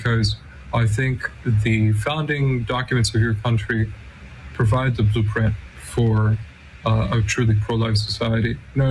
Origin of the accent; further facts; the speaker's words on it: Canada; now in United States; I'm a Canadian, but, you know, I've been giving thanks to God with all of you Americans in this 250th year of your tax revolt.